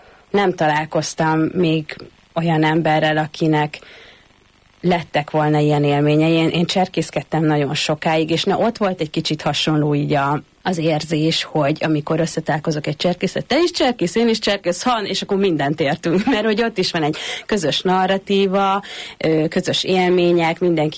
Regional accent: Borsod-Abaúj-Zemplén, Hungary; konkrétan a mi házunk mögött nincsen kerítés, ahol felnőttem, hanem ott így kezdődik a bükk. Osztszevasz. És akkor így mész kilométereket, mire Diósgyőrbe lyukadsz ki.

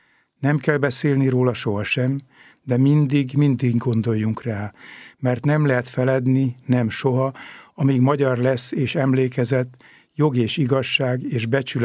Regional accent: Hungary; akik magyarok vagyunk

